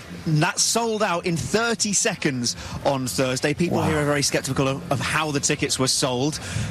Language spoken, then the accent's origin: English; England, United Kingdom; "I'm from England."